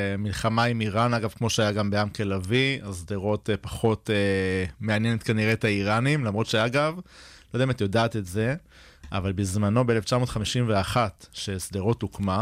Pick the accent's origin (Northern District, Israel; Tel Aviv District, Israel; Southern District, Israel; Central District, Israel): Southern District, Israel; Meitar; also born or lived in Beersheba; now in Sderot, Israel; אני נולדתי בבאר שבע. בגיל שש, ההורים שלי החליטו לעבור ליישוב מיתר. אז... כמעט אף אחד לא הכיר אותו, היום יותר מכירים אותו. תמיד הייתי אומר גם בצבא, יישוב ליד באר שבע. היום אני יכול להגיד מיתר. אז מגיל שש אני גדלתי בעצם במיתר.